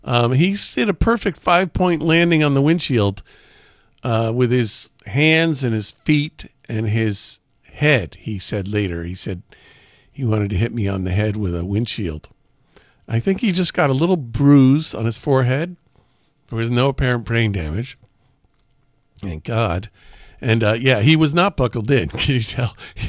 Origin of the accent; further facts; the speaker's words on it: Woodstock, New York, United States; I grew up in Woodstock. And we're driving up Vandale Road where I grew up.